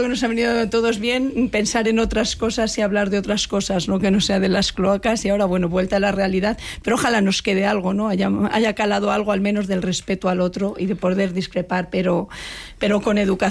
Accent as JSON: {"language": "Spanish", "country": "Spain", "moved": "yes", "lives_now": "Madrid, Spain", "said": "yo como española y como, bueno, pues no soy de Madrid, pero vivo aquí"}